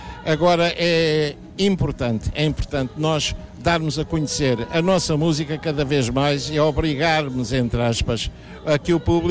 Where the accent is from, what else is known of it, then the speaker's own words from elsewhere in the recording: Lisbon, Portugal; sou do Castelo